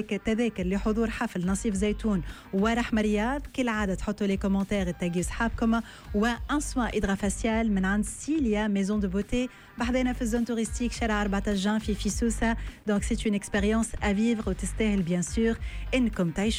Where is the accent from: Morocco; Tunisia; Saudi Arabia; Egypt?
Tunisia; عندنا في تونس